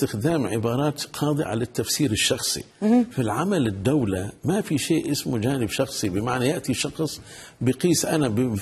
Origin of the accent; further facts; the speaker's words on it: Aleppo, Aleppo Governorate, Syria; أنا ابن مدينة حلب، يتعرض أهالي حلب لتنمر كبير جدا